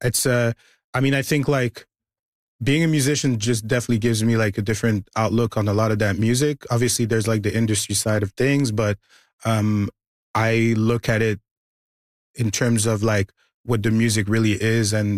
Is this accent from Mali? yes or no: yes; Mali; also born or lived in Toronto; now in Montreal, Canada; I'm from Mali.